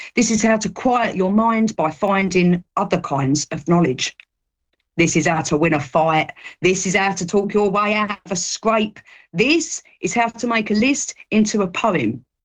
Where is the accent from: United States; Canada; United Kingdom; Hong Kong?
United Kingdom; as a Brit.